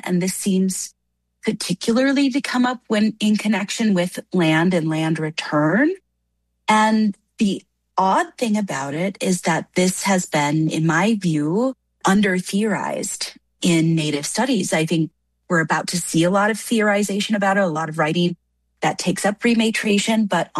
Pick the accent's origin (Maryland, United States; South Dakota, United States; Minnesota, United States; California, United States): Minnesota, United States; Minneapolis; born or raised there; moved away as an adult